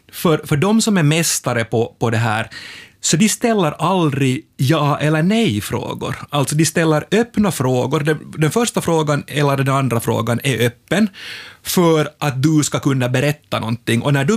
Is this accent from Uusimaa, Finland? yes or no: yes; Kirkkonummi, Uusimaa, Finland; No, jag kommer från Kyrkslätt.